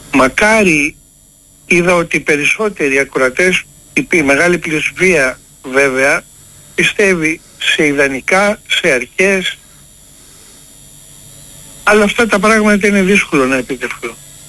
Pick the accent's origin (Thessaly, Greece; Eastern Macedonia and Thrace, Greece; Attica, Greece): Attica, Greece; Athens; born there; Όχι, εγώ έχω γεννηθεί στην Αθήνα.